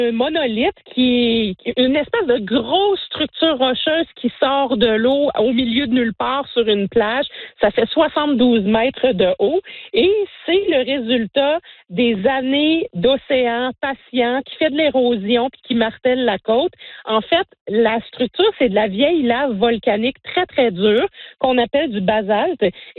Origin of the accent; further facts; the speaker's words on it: the Maritimes, Canada; chez nous, dans le Maritime